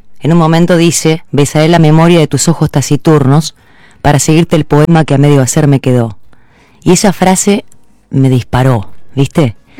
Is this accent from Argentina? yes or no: yes; Los Surgentes, Córdoba, Argentina; now in Buenos Aires, Argentina; De Los Urgentes, provincia de Córdoba, que es un pueblito chiquitito, tiene hoy 1.500 habitantes, es un pueblo rural.